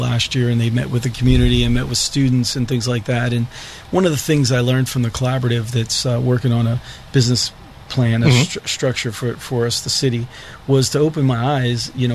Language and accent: English; Mon Valley, Pennsylvania, United States; born or raised there